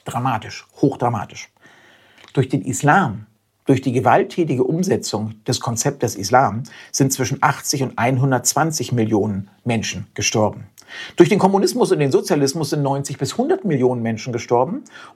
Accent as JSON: {"language": "German", "country": "Germany", "said": "Wir als Deutsche."}